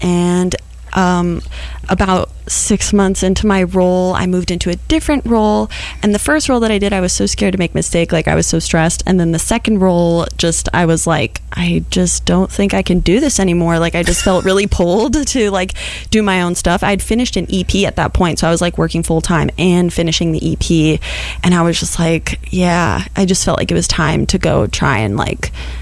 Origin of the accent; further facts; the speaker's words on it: New York City, New York, United States; born there; moved away; also born or lived in California / Los Angeles; originally I'm from the East Village, New York City.